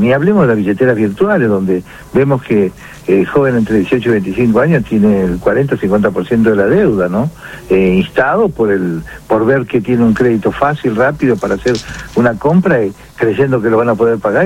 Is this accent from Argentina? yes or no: yes; Rosario, Santa Fe, Argentina; soy de Rosario